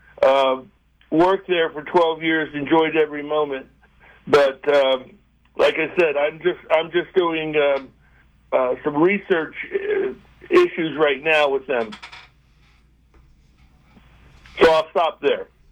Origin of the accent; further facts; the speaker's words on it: New Jersey, United States; born there; also born or lived in Spain; Well, East Coast. I was born in New Jersey, but I had my formative years in the Mediterranean Basin. Finished high school in Spain and then came back to the U.S. for college